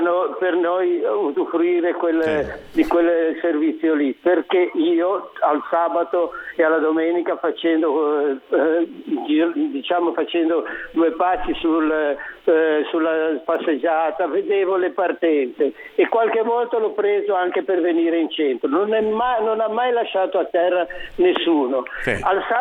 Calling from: Genoa, Liguria, Italy; Io ho vissuto a Peli 2, diciamo nell'altura di Peli, dal 96 fino, dal 94 fino al 2016.

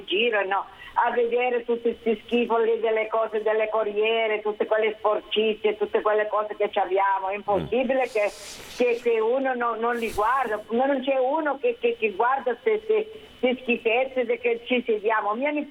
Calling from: Genoa, Liguria, Italy; Io sono di Bolzaneto.

